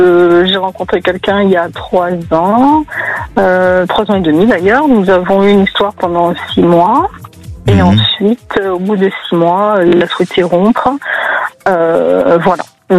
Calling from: Montpellier, Occitanie, France

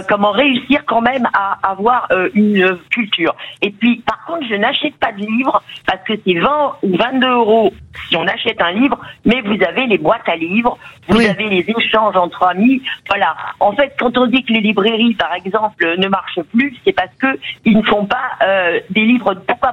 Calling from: Bergerac, Nouvelle-Aquitaine, France; à Bergerac, là où je vis

